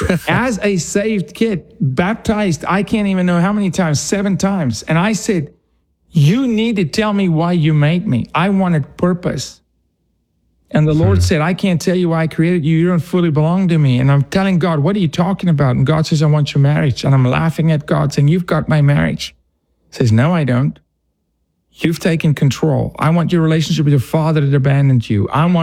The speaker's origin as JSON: {"language": "English", "town": "Johannesburg", "region": "Gauteng", "country": "South Africa", "said": "I'm from the East, what's called the East Rand. So think of the Bronx, because I'm from Johannesburg."}